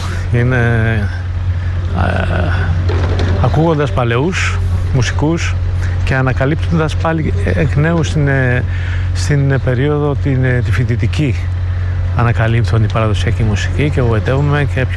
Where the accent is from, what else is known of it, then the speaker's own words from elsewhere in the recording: Kastellorizo, South Aegean, Greece; born there; τον είδα στην πατρίδα μου